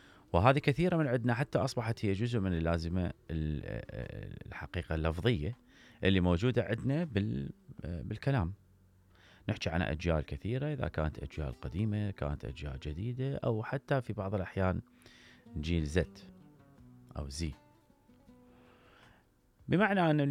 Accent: Iraq; احنا كمجتمع عراقي وحالنا حال المجتمعات العربية

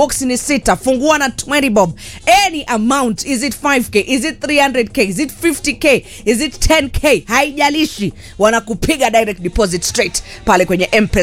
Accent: Nairobi, Kenya; mimi ni mtu wa Doni.

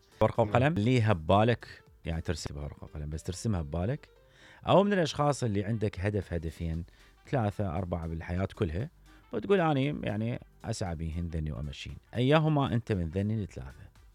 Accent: Iraq; احنا كمجتمع عراقي اليوم هواي عندنا حجج

